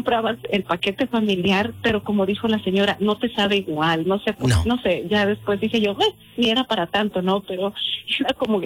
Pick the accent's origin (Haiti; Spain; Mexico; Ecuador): Mexico; Durango; now in United States; y una vez yo regresé a Durango, hace 10 años fui a Durango, a mi tierra